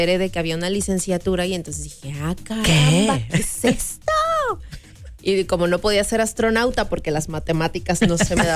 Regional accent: Veracruz, Mexico; soy de Veracruz.

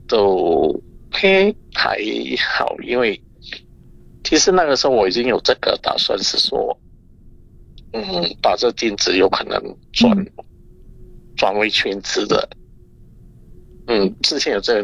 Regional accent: Singapore; 希望我们新加坡人可以 upgrade 我们自己嘛

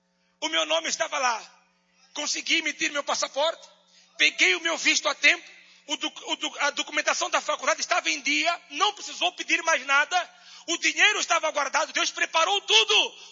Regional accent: Mozambique; moved away as an adult; now in Brazil; voltei para minha terra, Moçambique.

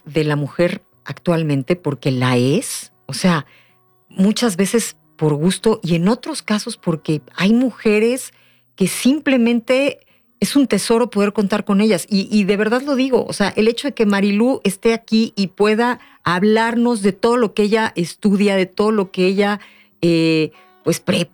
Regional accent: Mexico; siendo mexicanas

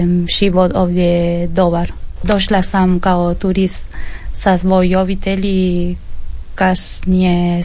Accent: Argentina; Croatian is a second language; moved away as an adult; now in Croatia; dolazim iz Argentine. Došla sam u Poznicu 2024 sa svojim obitelji.

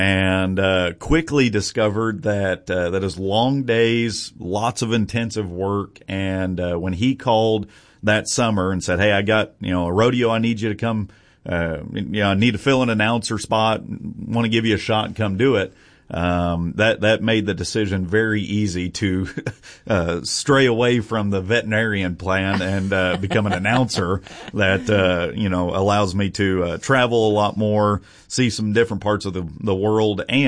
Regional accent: Kansas, United States; Grew up in Southwest Kansas.

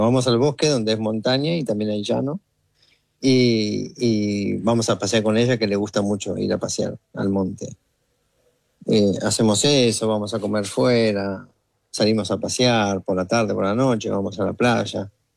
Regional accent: Chivilcoy, Buenos Aires Province, Argentina; sus papás vivían en Chivilcoy, y levanté la oreja porque no he encontrado en 24 años a nadie que sea de mi pueblo.

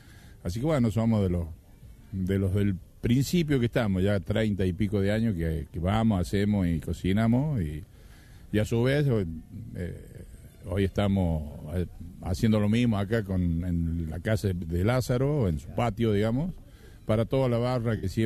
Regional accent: Las Peñas, Córdoba, Argentina; now in Jesús María, Argentina; Bueno, yo originalmente soy de Las Peñas, en Córdoba. Y hace ya bastante tiempo vivo en Jesús María.

